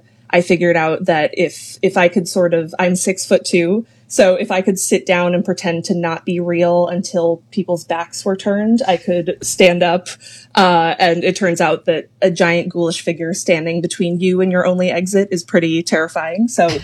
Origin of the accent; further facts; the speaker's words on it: Montgomery County, Maryland, United States; I grew up in Montgomery County